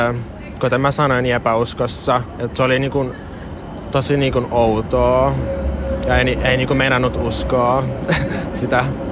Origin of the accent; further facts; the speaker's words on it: Helsinki, Uusimaa, Finland; 22-vuotias Helsingistä.